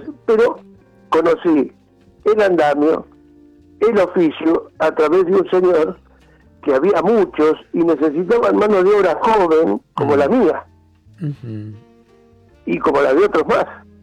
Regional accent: Río Negro, Argentina; now in Mar del Plata, Argentina; Yo soy de oriundo de la provincia de Río Negro, y cuando vine a Mar del Plata

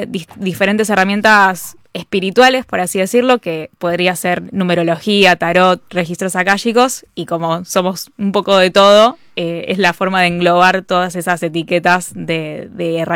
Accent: Martínez, Buenos Aires Province, Argentina

